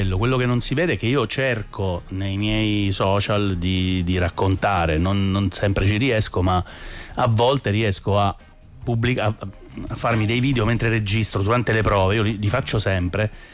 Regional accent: Abruzzo, Italy; accent: Abruzzese dialect; sì, sono abruzzese, sì. Quando mi parte l'abruzzese mi parte

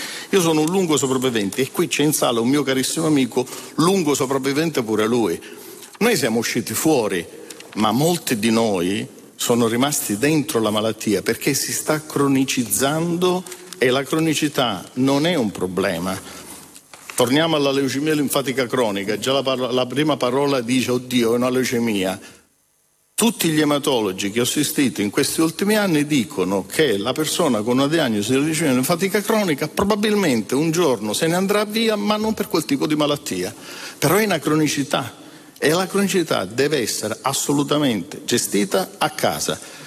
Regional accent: Udine, Friuli-Venezia Giulia, Italy; Io vengo da Udine, una città tutto sommato piccolina con dei mezzi pubblici

